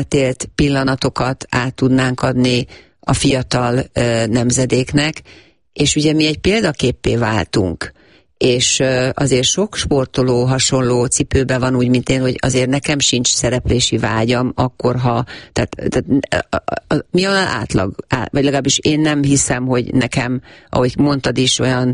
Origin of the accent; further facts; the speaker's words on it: Hungary; Én nagyon büszke vagyok, és voltam mindig is, hogy magyarként szerepeltem, vagy képviseltem az országomat.